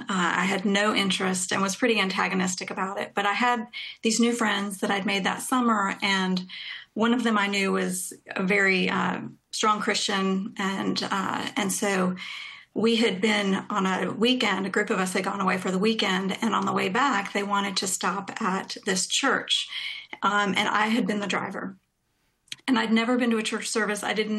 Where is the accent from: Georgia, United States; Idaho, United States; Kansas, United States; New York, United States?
New York, United States; New York City; also born or lived in Iowa; So, you know, I was born in New York City, and both my parents grew up there, and so I still had family there and was there a lot throughout my upbringing, and then ended up in Iowa